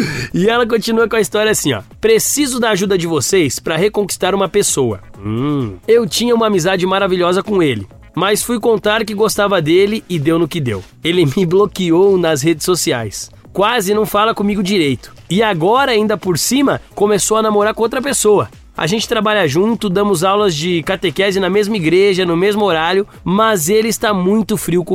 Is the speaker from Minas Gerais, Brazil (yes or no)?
no; Maranguape, Ceará, Brazil; Eu sou de Maranguape.